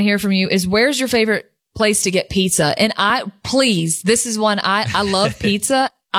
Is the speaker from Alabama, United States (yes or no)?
yes; Birmingham, Alabama, United States; also born or lived in New Jersey; I wasn't born in Birmingham. I was born in New Jersey, but pretty much, I mean, I've lived here all my life, grew up here.